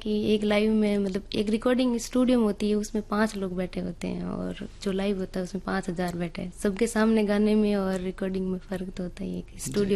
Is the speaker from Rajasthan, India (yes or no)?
yes; Damra, Rajasthan, India; और मेरी गायकी की शुरुआत हुई थी 2023 से और मेरा गांव था डामरा मेरी जन्मभूमि।